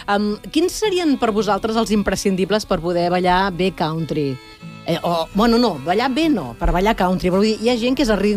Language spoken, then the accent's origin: Catalan; Catalonia, Spain; Jo soc molt catalana, mare de Déu.